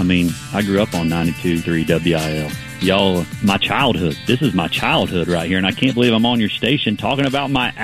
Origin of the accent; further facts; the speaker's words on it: Illinois, United States; I grew up there on a farm, Southern Illinois. Grew up singing in church.